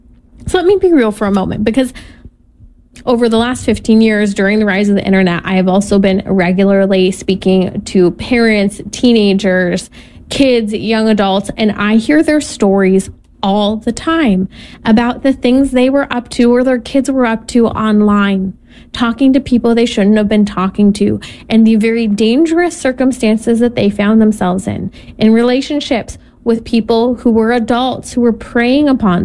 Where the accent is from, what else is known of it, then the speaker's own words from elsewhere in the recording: California, United States; I chose three states, my home state of California, Florida, and then Georgia